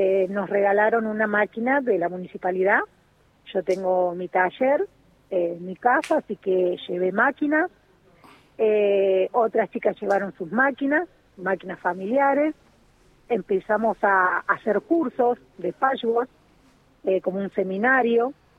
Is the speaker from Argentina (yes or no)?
yes; Buenos Aires, Argentina; now in La Carlota, Argentina; yo soy de Buenos Aires y he trabajado en fábricas